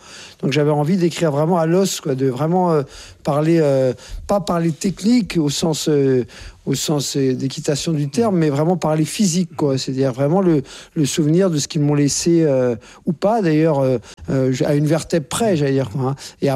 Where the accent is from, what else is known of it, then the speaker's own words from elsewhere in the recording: Courbevoie, Île-de-France, France; born there; je suis né à Courbevoie, donc ce n'est pas une région... Comme chacun sait, qui ne pullule pas de chevaux.